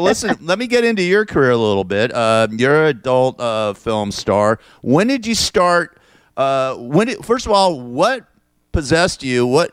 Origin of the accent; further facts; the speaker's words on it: Los Angeles, California, United States; when I was a kid, when I was a teenager, growing up in Tarzana and Woodland Hills